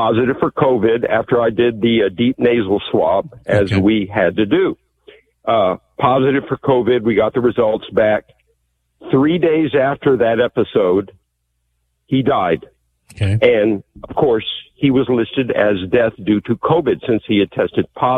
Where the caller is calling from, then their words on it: San Antonio, Texas, United States; San Antonio, Texas, hospice nurse, in-home hospice care.